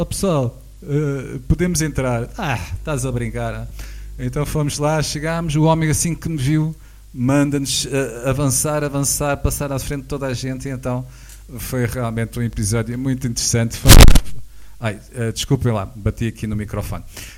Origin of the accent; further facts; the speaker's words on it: Portugal; Olha, somos aqui um grupo e não sei o quê, que viemos de Portugal.